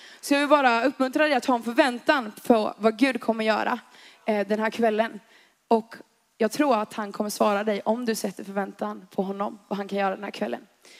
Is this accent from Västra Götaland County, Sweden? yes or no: no; Växjö, Kronoberg County, Sweden; now in Varberg, Sweden; Nej, i grund och botten är jag från Växjö faktiskt.